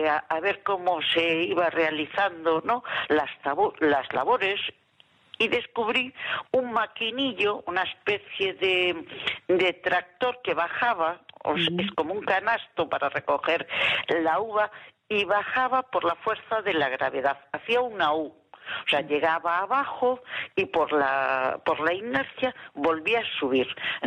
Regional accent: Galicia, Spain; yo soy gallega, me recordó mucho a mi tierra

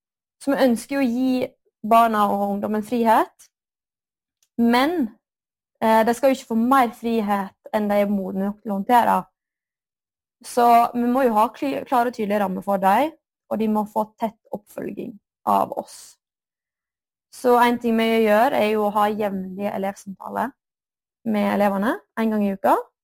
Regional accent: Gaupne, Vestland, Norway; moved away as an adult; now in Bergen, Norway; Jeg kommer fra Gaupne. Og bor I Bergen. Jeg flyttet til Bergen rett etter videregående.

